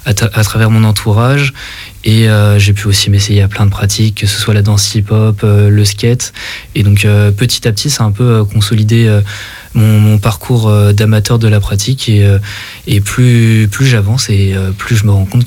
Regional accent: Dompierre-sur-Yon, Pays de la Loire, France; also born or lived in La Roche-sur-Yon; je suis né à La Roche-sur-Yon mais j'ai grandi à Dompierre.

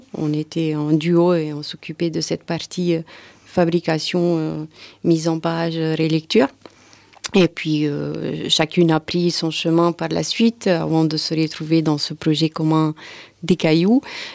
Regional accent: Italy; now in Toulon, France; Je suis italienne.

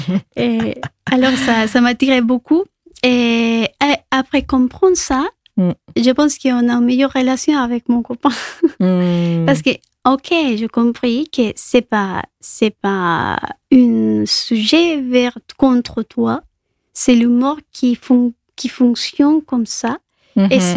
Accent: Colombia; French is a second language; now in France; Et aussi, je trouve, en fait, et les Colombiens, si je, comme je suis de la Colombie, on prend l'humour, ici, on l'appelle le premier degré, un peu littéral.

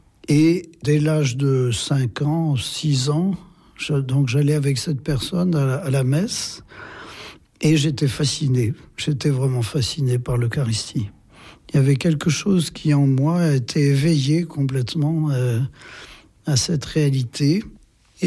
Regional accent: Limoges, Nouvelle-Aquitaine, France; born or raised there

